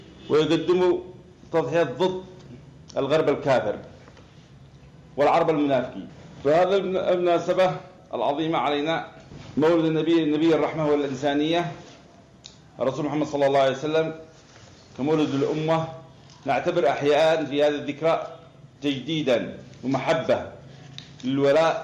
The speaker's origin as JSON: {"language": "Arabic", "country": "Yemen"}